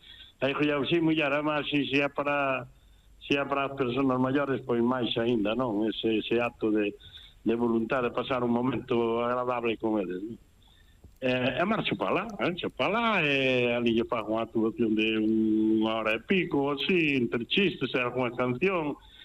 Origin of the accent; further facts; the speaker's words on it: Noia, Galicia, Spain; Eu son de Noia, señor, dixen, son de Noia